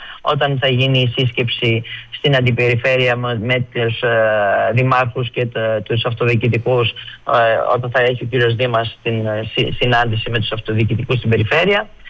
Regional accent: Western Macedonia, Greece; ειδικά στο χωριό μου εκεί στην Καστοριά

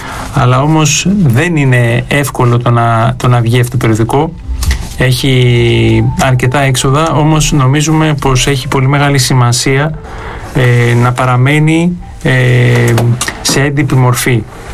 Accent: Greece; εμείς ως Έλληνες

